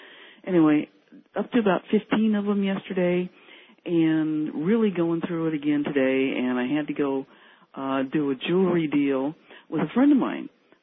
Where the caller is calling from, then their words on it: Portland, Oregon, United States; I'm calling from Portland, Oregon.